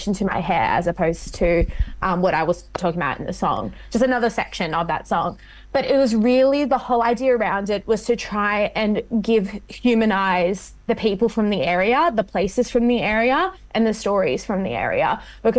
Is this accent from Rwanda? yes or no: no; Sydney, New South Wales, Australia; Without knowing that I was from Western Sydney, was like, oh, thank God for Western Sydney